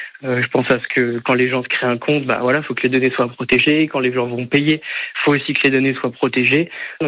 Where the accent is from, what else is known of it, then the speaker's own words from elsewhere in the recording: Sens, Bourgogne-Franche-Comté, France; Vu que je suis originaire de Sens, j'ai l'habitude de boire du Chablis, de l'Irancy